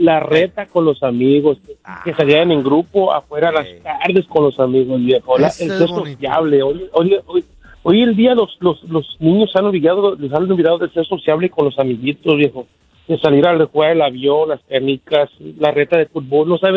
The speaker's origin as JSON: {"language": "Spanish", "region": "Guerrero", "country": "Mexico", "tie": "born or raised there", "moved": "yes", "said": "Yo crecí en Guerrero, compa. Soy de Guerrero."}